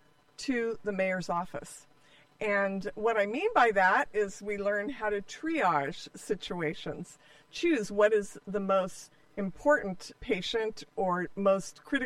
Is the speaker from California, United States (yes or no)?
yes; Modesto, California, United States; But the real bottom line of it all is I was born in Modesto. I was raised in Modesto.